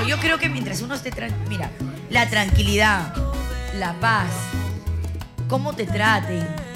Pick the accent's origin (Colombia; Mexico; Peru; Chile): Peru; Callao; born there; soy chalaca de nacimiento